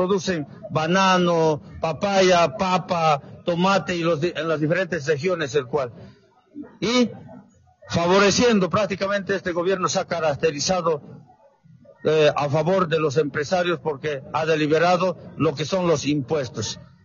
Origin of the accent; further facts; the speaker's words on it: Bolivia; somos hermanos bolivianos